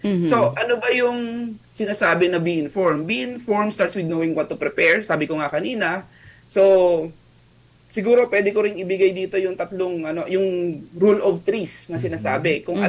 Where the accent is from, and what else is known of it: Calabarzon, Philippines